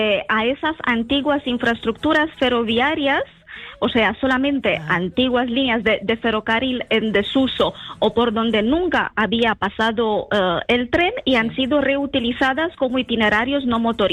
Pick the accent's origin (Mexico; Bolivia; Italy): Italy; Spanish is a second language; now in Spain; porque yo soy italiana, pero vivo en España desde hace ya 17, 18 años